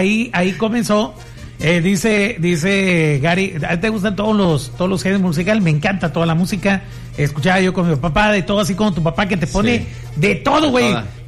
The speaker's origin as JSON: {"language": "Spanish", "town": "Apatzingán", "region": "Michoacán", "country": "Mexico", "said": "Sí, güey, pero soy de Apatzingán, no voy a decir Águila Paz."}